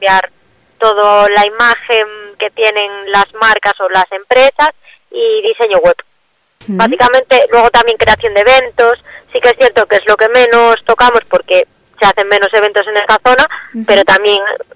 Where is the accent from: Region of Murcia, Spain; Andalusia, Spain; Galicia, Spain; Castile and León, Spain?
Galicia, Spain; Ferrol; que somos de Ferrol de siempre